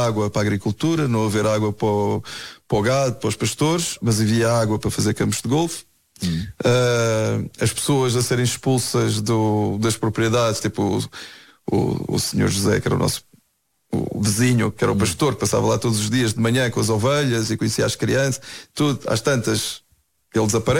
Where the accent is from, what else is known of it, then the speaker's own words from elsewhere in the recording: Mozambique; Eu sou moçambicano, na verdade.